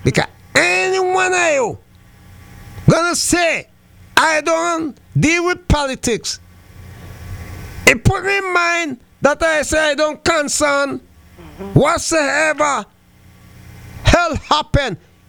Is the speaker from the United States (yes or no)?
no; St. Vincent & Grenadines; now in Antigua and Barbuda; my mother sent for us from my hometown, St. Vincent de Grenadines, to join her over here in Antigua and Barbuda.